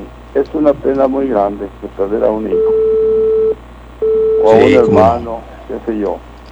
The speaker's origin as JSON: {"language": "Spanish", "town": "Santa Bárbara", "country": "Mexico", "said": "Oh, no, para yo soy de Santa Bárbara."}